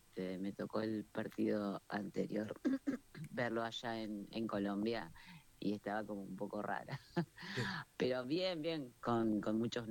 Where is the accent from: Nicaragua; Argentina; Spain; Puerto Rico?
Argentina; nosotros somos argentos, pero como nadie.